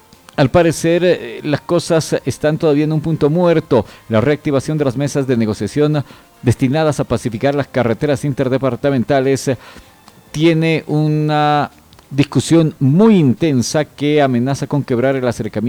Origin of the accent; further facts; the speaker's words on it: Bolivia; quienes vamos a tener que pagar somos todos los bolivianos.